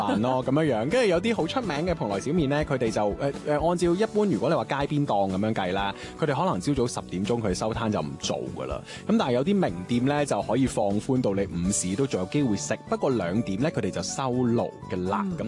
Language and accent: Cantonese; Guangdong, China